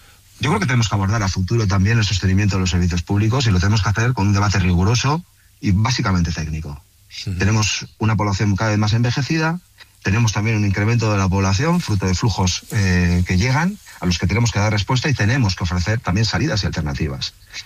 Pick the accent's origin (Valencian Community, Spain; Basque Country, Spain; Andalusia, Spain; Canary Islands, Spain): Basque Country, Spain; San Sebastián; yo soy de San Sebastián, que es probablemente la ciudad más bonita de España, si me permite usted.